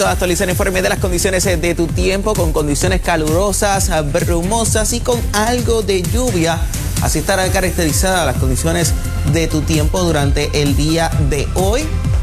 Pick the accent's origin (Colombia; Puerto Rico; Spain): Puerto Rico; Guayama; mi pueblo de Guayama.